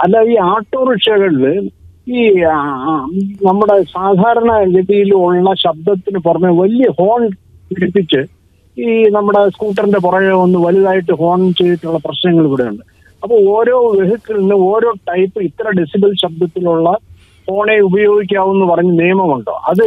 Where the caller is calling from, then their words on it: Thiruvananthapuram, Kerala, India; ഞാൻ വട്ടിയൂർക്കാവ്